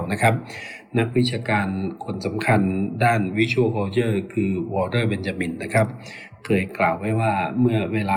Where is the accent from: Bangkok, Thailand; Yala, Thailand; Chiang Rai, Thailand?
Chiang Rai, Thailand; moved away; ส่วนตัวผมเองนะครับบ้านเกิดอยู่ที่เชียงราย